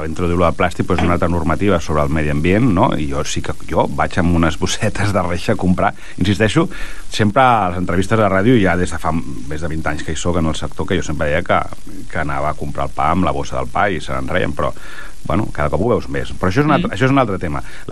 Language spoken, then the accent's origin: Catalan; Vilassar de Mar, Catalonia, Spain